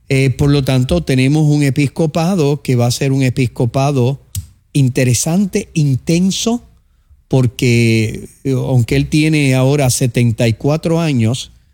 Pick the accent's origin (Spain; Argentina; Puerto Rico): Puerto Rico; los retos que tenemos como sociedad puertorriqueña